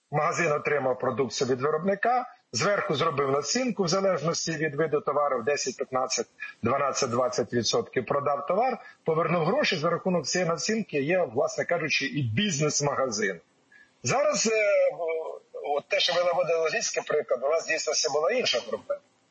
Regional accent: Pryluky, Chernihiv Oblast, Ukraine; now in Kyiv, Ukraine; Мої рідних Прилуках

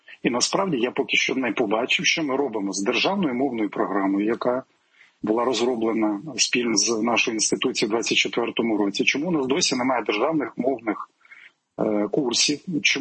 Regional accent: Mykolaiv Oblast, Ukraine; Я уродженець Миколаївщини

